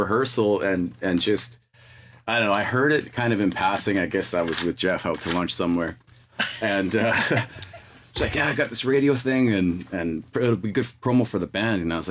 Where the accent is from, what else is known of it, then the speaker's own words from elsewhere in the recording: British Columbia, Canada; moved away; I come down from the Okanagan